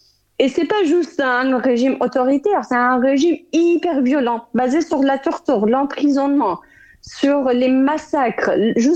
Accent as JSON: {"language": "French", "region": "Kurdistan", "country": "Iran", "tie": "born or raised there", "moved": "yes", "lives_now": "Paris, France", "said": "moi je suis kurde"}